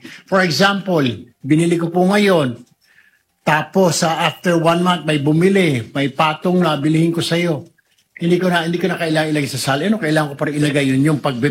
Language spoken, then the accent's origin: Tagalog; Davao City, Davao Region, Philippines; tiga-Davao po ako